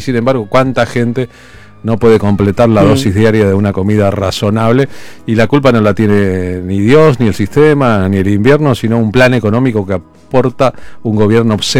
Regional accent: Argentina; porque veo que soy argentino, somos argentinos

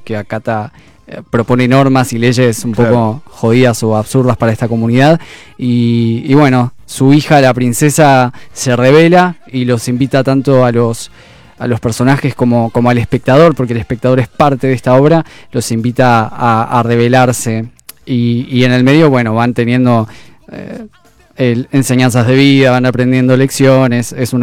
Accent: Neuquén, Argentina; moved away as an adult; now in Buenos Aires, Argentina; Nací en el sur, pero vivo acá ya hace un tiempito.

